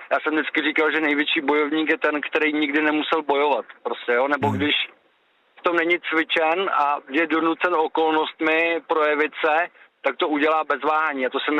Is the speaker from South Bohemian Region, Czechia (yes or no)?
yes; Prachatice, South Bohemian Region, Czechia; Já jsem z Prachatická.